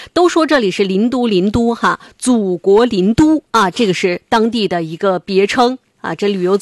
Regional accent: Harbin, Heilongjiang, China; 我们哈尔滨人

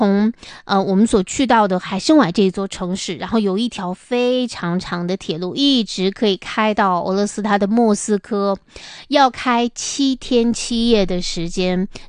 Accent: Northeast China, China; 这绝对是独属于我们东北人出境游的福利

